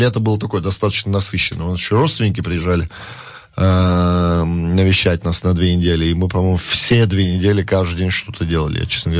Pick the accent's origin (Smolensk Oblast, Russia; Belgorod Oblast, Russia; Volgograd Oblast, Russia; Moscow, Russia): Moscow, Russia; moved away; Мы приехали, еще раз говорю, из Москвы, из той России, из той Москвы, я не знаю, как сейчас, где все было четко, где все капец как работало